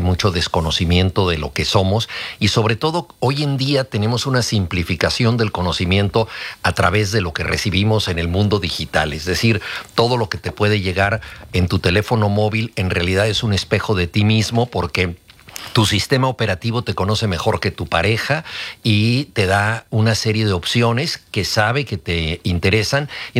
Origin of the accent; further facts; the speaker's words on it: Mexico; lo digo como mexicano